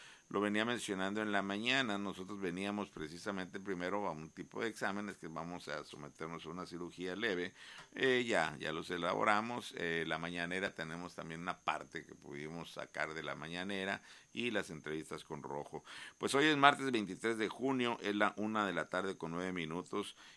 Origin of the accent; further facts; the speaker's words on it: Mexico; así somos los mexicanos